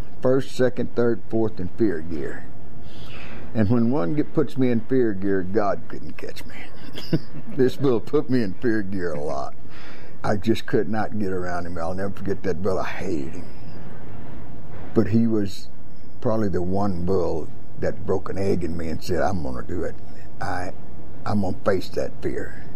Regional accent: Blanco, Texas, United States; being raised in Blanco, Texas, back off in the woods right there

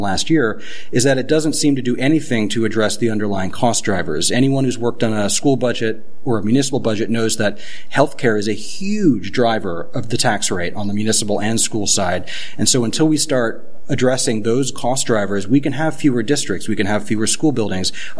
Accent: New Jersey, United States; now in Vermont, United States; the place where I grew up in New Jersey had a farm near where my folks live

